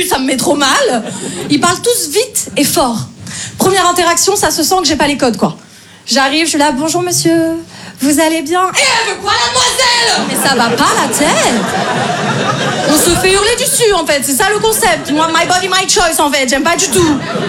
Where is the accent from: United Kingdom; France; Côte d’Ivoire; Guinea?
France; Paris, Île-de-France